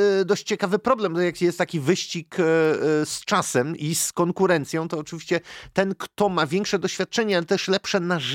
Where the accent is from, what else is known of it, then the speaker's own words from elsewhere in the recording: Poznań, Greater Poland Voivodeship, Poland; Jako poznaniak to ja zawsze chcę mieć wszystko wykalkulowane